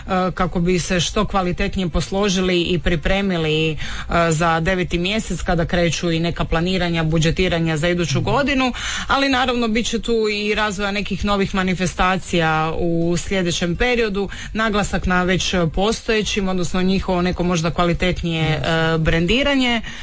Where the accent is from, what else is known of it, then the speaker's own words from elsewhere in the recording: Zagreb, City of Zagreb, Croatia; now in Rijeka, Croatia; ja sam rođena Zagrepčanka sa riječkom adresom posljednjih 16 godina i Rijeka me osvojila upravo sa tom svojom autentičnošću